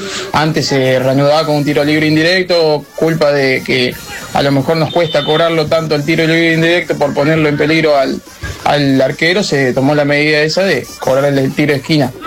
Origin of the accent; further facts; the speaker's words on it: Córdoba, Argentina; Nosotros somos de la Asociación de la Carlota, de Cabrera, y yo soy de la Gulay, especialmente.